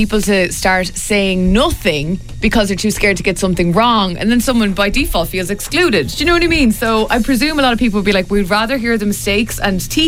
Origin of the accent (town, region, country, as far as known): Ireland